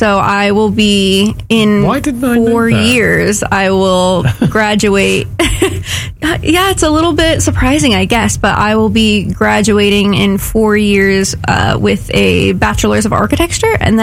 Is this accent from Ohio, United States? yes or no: no; California, United States; also born or lived in Utah / Okinawa; I was born in Utah, and then we traveled to Okinawa, and then we traveled to California, and then my dad retired. So most of my, I know, right? Most of my memories are from California